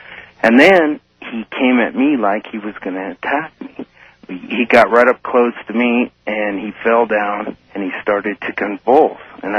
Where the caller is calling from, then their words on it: Denver, Colorado, United States; I'm calling from Denver.